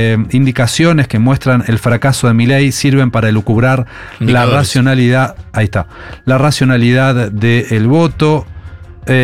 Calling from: Córdoba, Argentina; de Córdoba y hoy los escucho en vivo después de mucho tiempo.

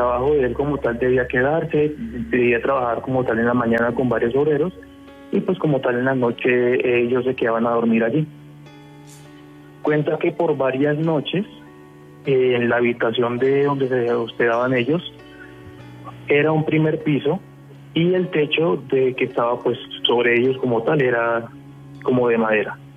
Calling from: Caribbean Region, Colombia; yo también soy costeño

